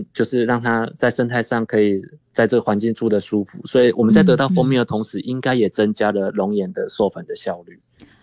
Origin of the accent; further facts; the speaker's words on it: Tainan, Taiwan; 木炭也是我家乡很重要的产业之一。